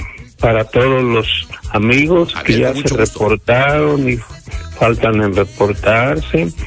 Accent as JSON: {"language": "Spanish", "town": "Tlacuilotepec", "region": "Puebla", "country": "Mexico", "tie": "born or raised there", "moved": "yes", "said": "Soy del estado de Puebla, pero del municipio de Tlacuilotepec."}